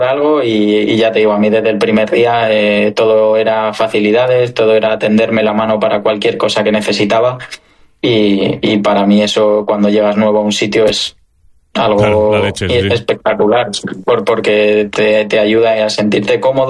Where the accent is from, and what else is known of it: Spain